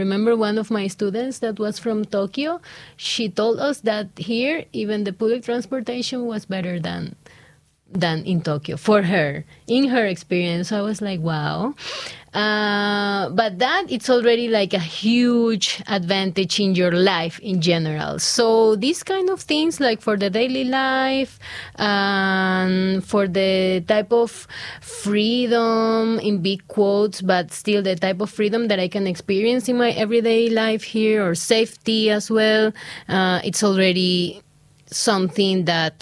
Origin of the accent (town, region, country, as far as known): Ecuador; English is a second language